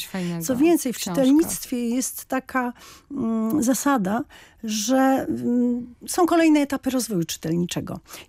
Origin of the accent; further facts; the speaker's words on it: Wrocław, Lower Silesian Voivodeship, Poland; moved away; jestem rodowitą wrocławianką.